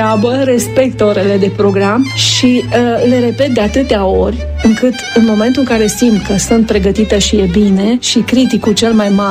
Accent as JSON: {"language": "Romanian", "town": "Turda", "region": "Cluj County", "country": "Romania", "said": "Am vrut să fie așa emblematic, să știe toată lumea că eu vin de la Turda."}